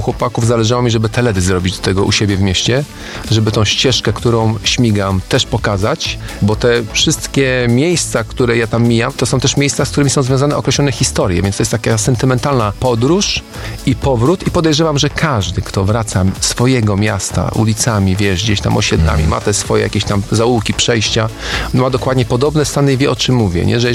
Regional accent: Bydgoszcz, Kuyavian-Pomeranian Voivodeship, Poland; Jestem z Bydgoszczy, a przez to, że mieszkam w takim trakcie, że mogę sobie wracać bulwarem Brdy, rzeki bydgoskiej

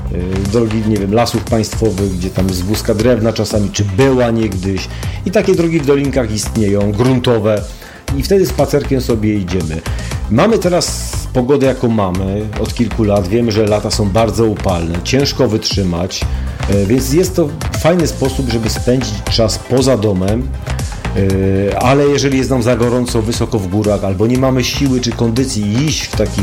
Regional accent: Beskids, Poland; U nas w Beskidach jest mnóstwo potoków.

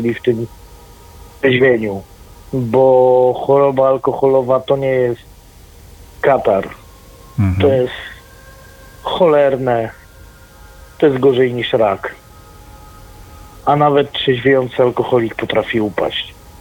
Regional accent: Szczecin, West Pomeranian Voivodeship, Poland; now in Elbląg, Poland; pochodzę ze Szczecina

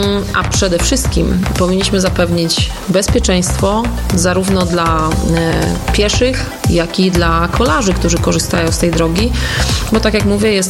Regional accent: Wrocław, Lower Silesian Voivodeship, Poland; moved away as an adult; now in Sobótka, Poland; Ja się urodziłam we Wrocławiu. We Wrocławiu mieszkałam 26 lat.

